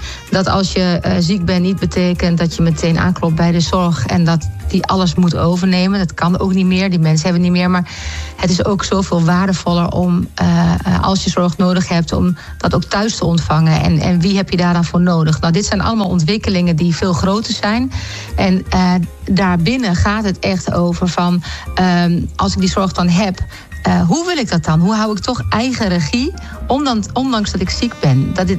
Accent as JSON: {"language": "Dutch", "town": "Westerhaar", "region": "Overijssel", "country": "Netherlands", "tie": "born there", "said": "Ik ben zelf geboren in Westerhaar."}